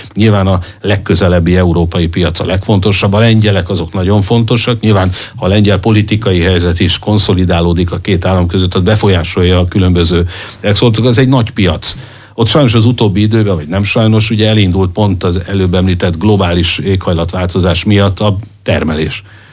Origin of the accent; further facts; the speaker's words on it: Hungary; mint magyar